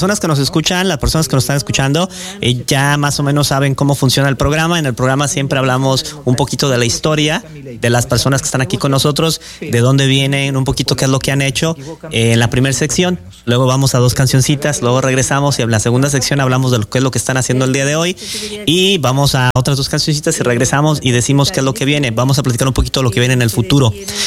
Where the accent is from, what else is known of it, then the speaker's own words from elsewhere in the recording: Colima, Mexico; moved away; yo vengo de Colima, mis abuelos son de Tuxpan, de Ciudad Guzmán